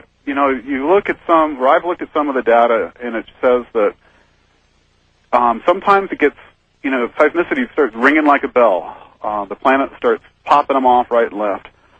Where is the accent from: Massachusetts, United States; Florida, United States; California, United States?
California, United States; Hayward; born or raised there